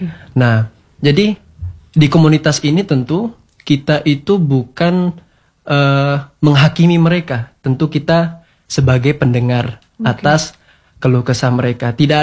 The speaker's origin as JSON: {"language": "Indonesian", "region": "West Sumatra", "country": "Indonesia", "lives_now": "Sumba, Indonesia", "said": "saya dari Sumatera Barat."}